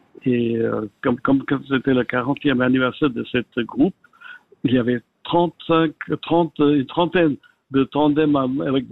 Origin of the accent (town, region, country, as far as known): Geneva, Switzerland; born or raised there